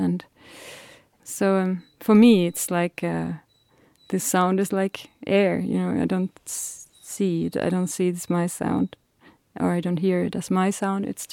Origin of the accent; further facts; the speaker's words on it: Finland; now in Denmark; I'm from Finland originally and I live in Denmark.